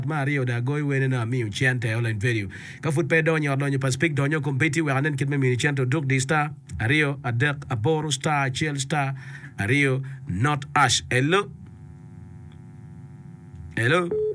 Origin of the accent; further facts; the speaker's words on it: Lira, Northern Region, Uganda; I'm from Lira.